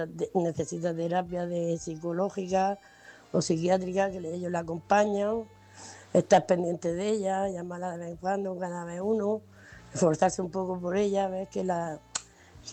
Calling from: Murcia, Region of Murcia, Spain; de Murcia

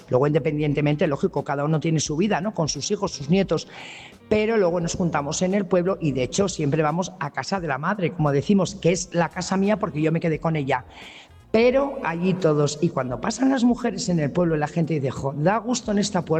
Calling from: Burgos, Castile and León, Spain; corresponsal de Burgos.

